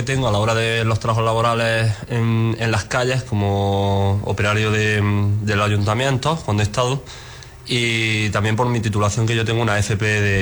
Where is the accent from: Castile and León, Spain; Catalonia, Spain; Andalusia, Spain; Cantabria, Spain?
Andalusia, Spain; Yo trabajaba afuera, trabajaba en Granada, y al presentarse la oportunidad no lo dudé. El venirme a mi pueblo, a donde yo crecí y viví